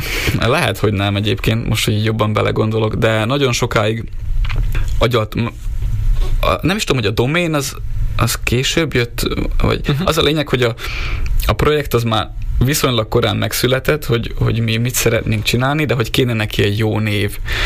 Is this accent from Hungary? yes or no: no; Trnava Region, Slovakia; én is inkább így, így csallóköziként hivatkoznék magamra